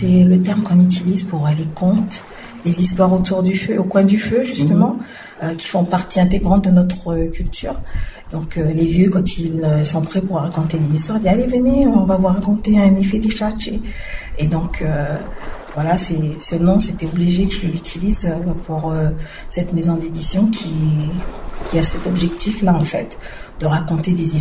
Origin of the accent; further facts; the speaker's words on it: New Caledonia; j'ai besoin d'exister en tant que Kanak, d'abord, mm-hmm. avant d'exister en tant que calédonienne.